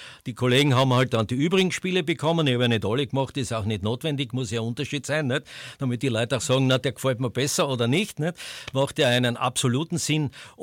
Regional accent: Graz, Styria, Austria; Als erstes habe ich ja Fußball gemacht als Grazer.

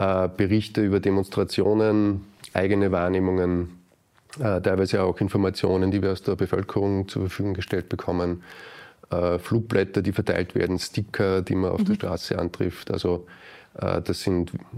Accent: Salzburg, Austria; Ich bin im Lungau aufgewachsen, in einem LehrerInnenhaushalt, wo Zeitgeschichte ein sehr präsentes Feld war

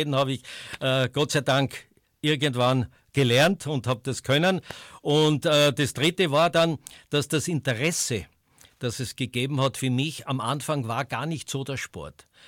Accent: Styria, Austria; accent: Styrian dialect; und ich war halt auch ein Steirer, der halt ein bisschen...

